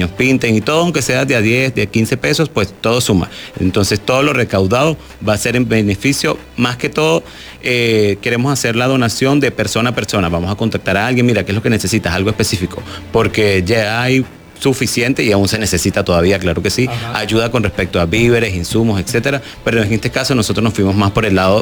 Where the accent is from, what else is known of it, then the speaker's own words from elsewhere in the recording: Venezuela; moved away; yo como venezolano